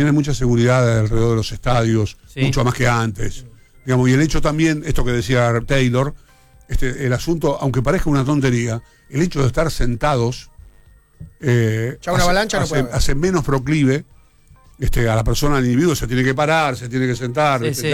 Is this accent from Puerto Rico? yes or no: no; Argentina; le explicamos que no, que somos argentinos, venimos a ver a Kun Agüero.